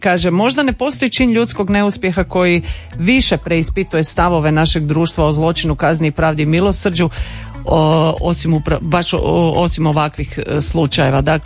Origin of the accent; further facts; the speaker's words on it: Croatia; ako si kod nas u Hrvatskoj